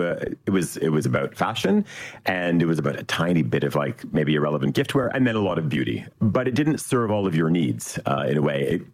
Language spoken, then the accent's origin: English; Canada; and I grew up in Canada, and I can remember a time in the 70s, 80s when you had department stores like Eaton's and the Hudson's Bay Company.